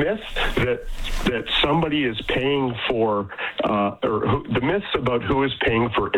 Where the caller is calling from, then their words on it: Calgary, Alberta, Canada; And I'm calling from Calgary.